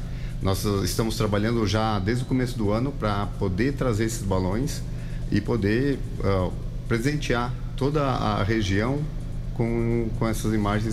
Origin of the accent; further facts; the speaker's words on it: Rio Grande do Sul, Brazil; now in Espírito Santo, Brazil; Eu sempre cito que eu venho do Rio Grande do Sul. O povo gaúcho é um povo extremamente bairrista